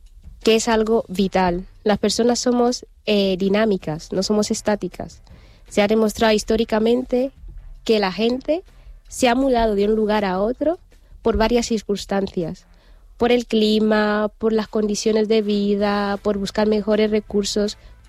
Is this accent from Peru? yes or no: no; Equatorial Guinea; Spanish is a second language; now in Spain; Si tú supieras que Guinea Ecuatorial fue colonia española, entenderías que yo hablo perfectamente el castellano. Con mi tono, a lo mejor mis particularidades, porque tengo mi lengua, mi idioma materno, y el tono pues puede variar, pero hablo el castellano perfectamente y lo entiendo.